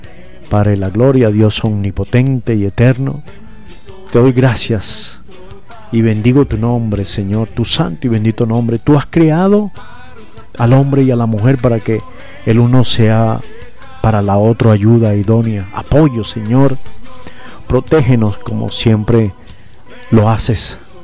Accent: Venezuela

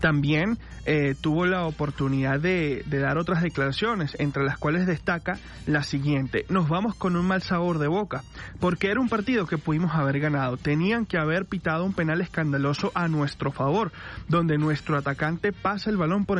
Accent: Venezuela; soy venezolano

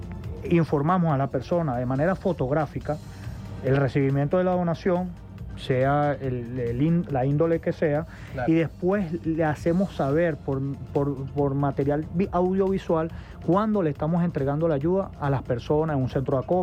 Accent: La Guaira, Venezuela; soy de La Guaira, me duele La Guaira, y no solamente eso, me duele Venezuela.

